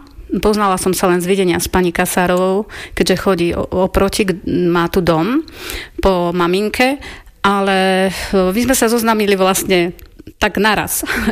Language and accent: Slovak; Hriňová, Banská Bystrica Region, Slovakia; moved away as an adult; now in Jalšovík, Slovakia; Pochádzam z Podpoliania, z Hriňovej.